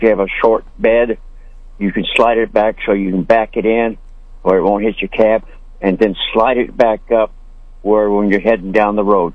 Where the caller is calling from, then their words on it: Marshall, Missouri, United States; I live in Marshall, Missouri.